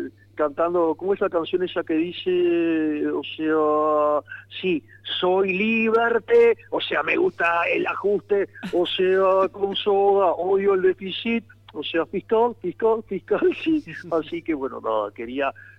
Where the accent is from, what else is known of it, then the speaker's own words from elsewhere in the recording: Córdoba, Argentina; soy cordobés, sí, digamos, por el Día del Cuarteto